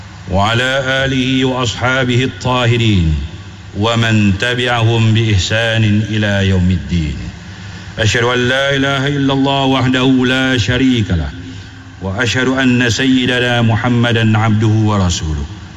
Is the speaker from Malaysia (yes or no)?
yes; Malaysia; بلدنا ماليزيا